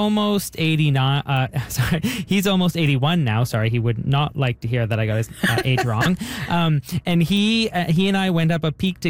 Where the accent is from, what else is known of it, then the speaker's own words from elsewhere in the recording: Jasper, Alberta, Canada; probably because I grew up in Jasper National Park, which is right smack in the middle of the Canadian Rockies in Alberta.